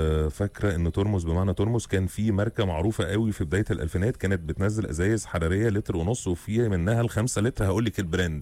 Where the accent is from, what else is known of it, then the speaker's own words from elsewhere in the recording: Cairo, Cairo Governorate, Egypt; طيب مساء الفل، انا من القاهره ورايح الشرقيه